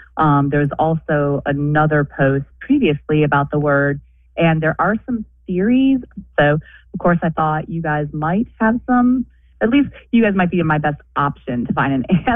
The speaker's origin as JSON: {"language": "English", "town": "Brockport", "region": "New York", "country": "United States", "lives_now": "Columbia, United States", "said": "I'm originally from Brockport, New York. It is a small college town in western New York, right on the Erie Canal."}